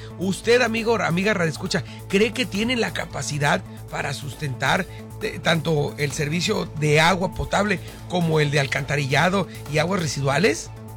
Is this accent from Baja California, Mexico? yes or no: yes; Tijuana, Baja California, Mexico; born there; Yo recuerdo cuando era niño me decían, en Tijuana no hay edificios tan altos